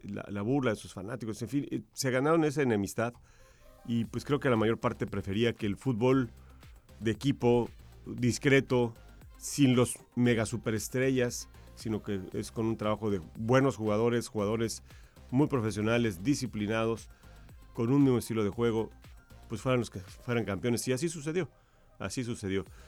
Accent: Cancún, Quintana Roo, Mexico; somos ciudadanos de Cancún

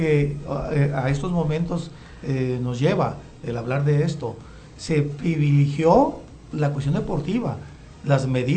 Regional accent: Santiago Ixcuintla, Nayarit, Mexico; somos paisanos, somos de Santiago.

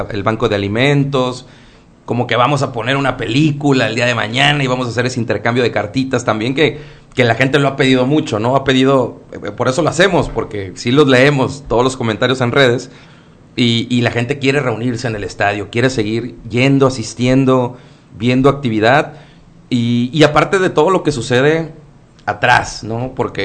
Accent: Mazatlán, Sinaloa, Mexico; Si bien no soy de aquí, soy de Mazatlán, pero pues a través de la familia, a través de todos los viajes que he hecho acá, conozco el estado

